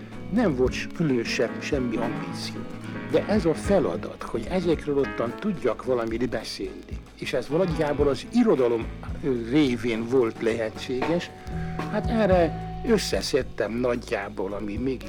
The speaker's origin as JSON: {"language": "Hungarian", "country": "Hungary", "tie": "born or raised there", "also_born_or_lived": "France", "moved": "yes"}